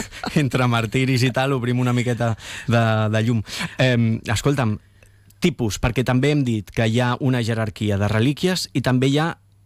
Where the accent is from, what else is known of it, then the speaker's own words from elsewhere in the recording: Tarragona, Catalonia, Spain; a mi com a tarragoní